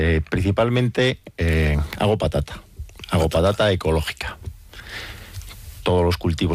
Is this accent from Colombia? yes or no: no; Castile and León, Spain; En el Geoparque de Las Loras, mi pueblo justo abajo de Las Tuerces.